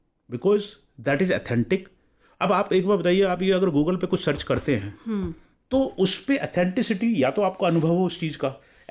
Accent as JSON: {"language": "Hindi", "town": "Hamirpur", "region": "Himachal Pradesh", "country": "India", "also_born_or_lived": "Delhi"}